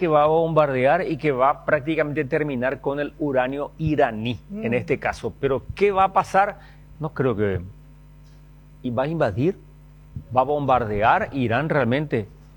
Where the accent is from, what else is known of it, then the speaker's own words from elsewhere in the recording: Paraguay; nosotros como ciudadanos paraguayos, aquí en nuestro querido país, en América Latina, en el corazón del Mediterráneo.